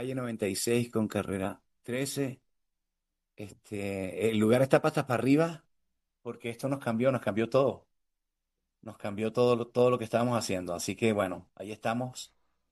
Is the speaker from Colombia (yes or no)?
yes; Colombia